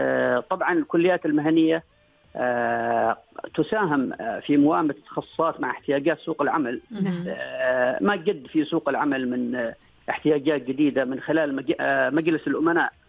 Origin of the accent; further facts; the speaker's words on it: Oman; نحن كعمانيين قريب جدا من ثقافتنا